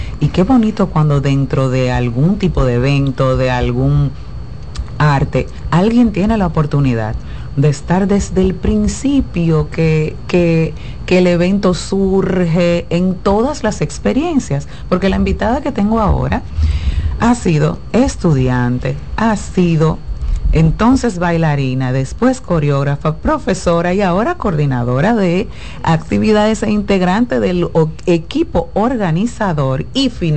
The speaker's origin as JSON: {"language": "Spanish", "country": "Dominican Republic", "said": "como la que estamos produciendo nosotros dominicanos."}